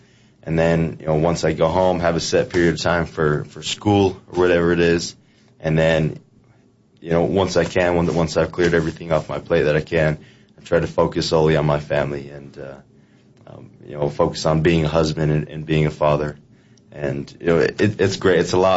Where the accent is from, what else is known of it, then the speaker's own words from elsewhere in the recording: Arizona, United States; go back to, you know, to my hometown, go back, be able to play in Arizona around family and stuff like that.